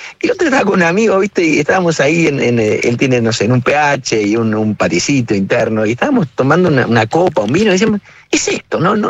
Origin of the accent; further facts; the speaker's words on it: Santa Fe, Argentina; also born or lived in Córdoba; Mi papá, mi familia vivía en Sever, vivía en el pueblo. Es un pueblito muy chiquitito